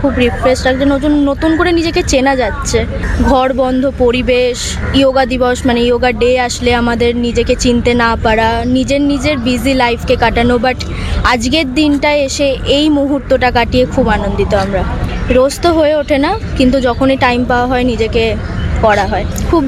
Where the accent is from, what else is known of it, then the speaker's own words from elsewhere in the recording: Howrah, West Bengal, India; হাওড়া দাসনগর থেকে।